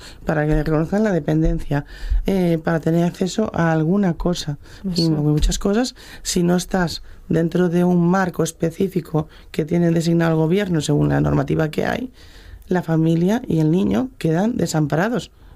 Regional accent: Navia, Asturias, Spain; Yo vengo de Navia.

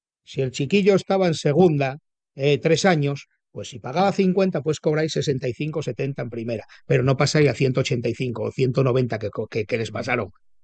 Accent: Oviedo, Asturias, Spain; Pero no tengo problema, hombre. Yo soy de Ventanielles, ¿oíste?

